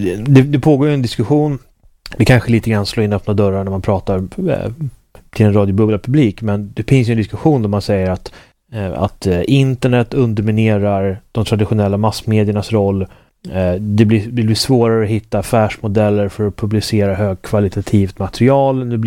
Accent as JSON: {"language": "Swedish", "country": "Sweden", "said": "Då kan vi bo i Sverige som jag egentligen ville, för det är mitt hemland"}